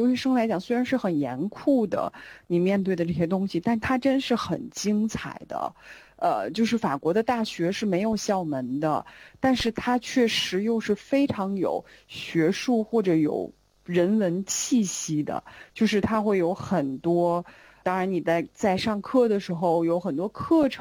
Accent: China; moved away as an adult; also born or lived in France; 我们班就我一个中国人，

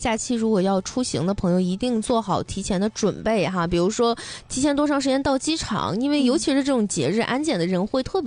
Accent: Dalian, Liaoning, China; 咱们大连人

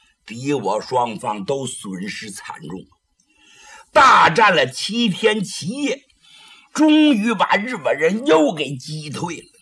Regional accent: Northeast China, China; 我小的时候就在伪满洲国呀

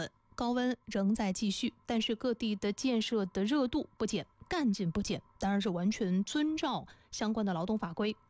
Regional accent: China; 我们中国人

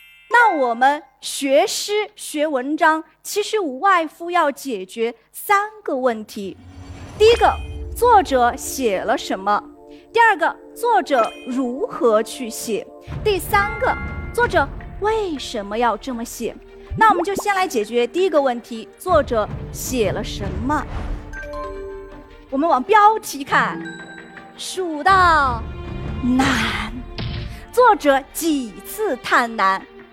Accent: Jiange, Sichuan, China; moved away; 我的家在哪儿呢？答案就在我们今天要学习的课文当中。我的家就在剑阁。

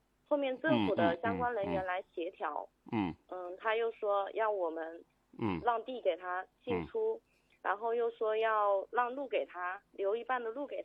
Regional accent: Nanchang, Jiangxi, China; 我是新建区石岗镇上罗村好岗上自然村的村民。

